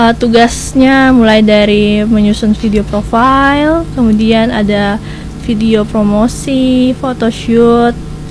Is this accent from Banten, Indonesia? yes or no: no; Kaibobu, Maluku, Indonesia; saya terpikir kampung halaman saya, Kaibobu